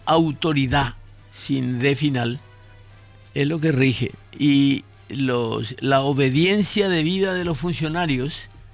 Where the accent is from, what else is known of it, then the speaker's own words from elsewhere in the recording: Paraguay; han permitido que nos reconozcamos como paraguayos